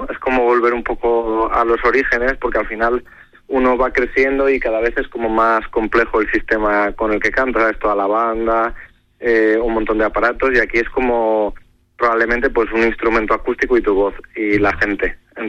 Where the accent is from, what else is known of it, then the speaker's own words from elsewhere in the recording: León, Castile and León, Spain; Yo de León.